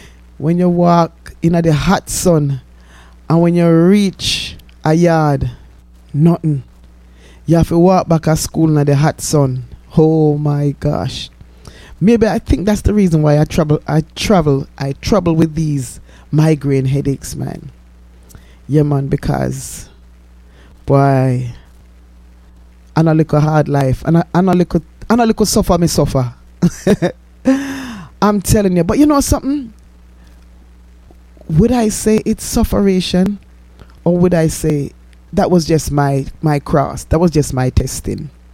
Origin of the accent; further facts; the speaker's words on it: Jamaica; growing up in Jamaica